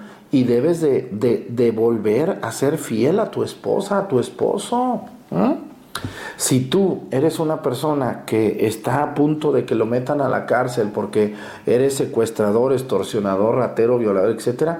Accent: Mexticacán, Jalisco, Mexico; moved away; Yo en mi pueblo, en Mestigacán

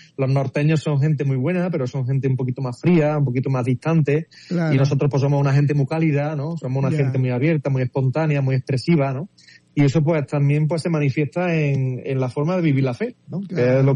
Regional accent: Puente Genil, Andalusia, Spain; now in Córdoba, Spain; Sí, yo soy de Córdoba. Soy natural de un pueblo, se llama Puente Genil, un pueblo okay.

